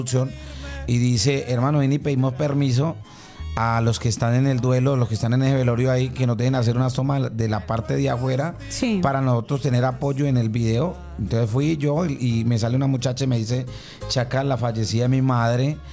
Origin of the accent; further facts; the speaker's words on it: Huila, Colombia; soy del departamento del Huila, entonces del sur del país.